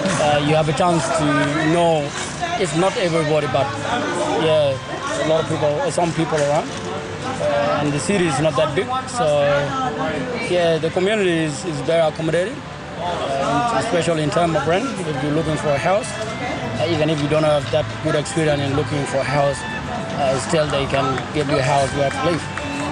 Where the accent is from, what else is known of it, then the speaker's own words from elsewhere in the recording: South Sudan; English is a second language; moved away as an adult; Yeah, well … I'm from South Sudan. That's where I was born.